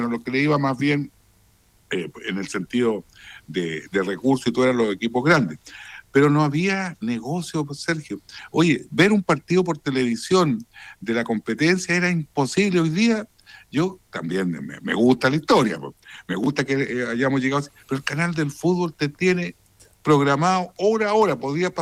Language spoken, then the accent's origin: Spanish; Chile